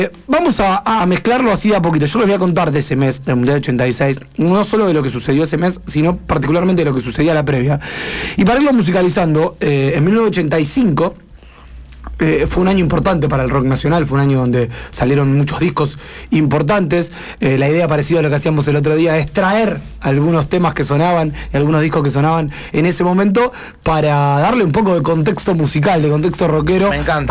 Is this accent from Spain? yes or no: no; Argentina; nosotros como argentinos